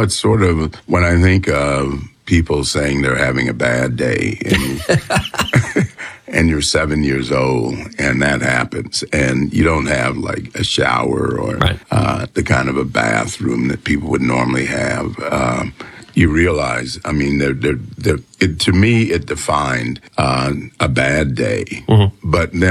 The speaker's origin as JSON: {"language": "English", "town": "Pinpoint", "region": "Georgia", "country": "United States", "tie": "born there", "said": "Well, I was born in Pinpoint, but most of my growing up, I've been fortunate."}